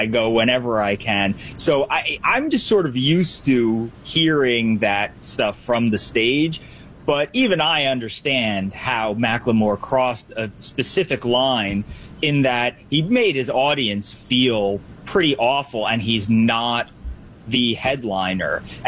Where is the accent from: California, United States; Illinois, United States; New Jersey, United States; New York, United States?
New Jersey, United States; Look, I grew up in New Jersey, and I am I hold conservative political beliefs, and am an Orthodox Jew who's pro-Israel.